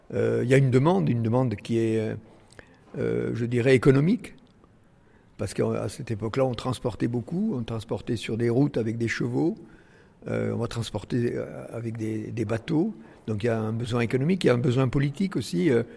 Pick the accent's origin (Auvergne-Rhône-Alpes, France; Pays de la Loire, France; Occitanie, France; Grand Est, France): Occitanie, France; Vielmur-sur-Agout; Oui, moi je suis né dans Vielmur, dans le Tarn, petit village, à la campagne. On n'avait même pas l'eau courante, vous voyez, dans la maison.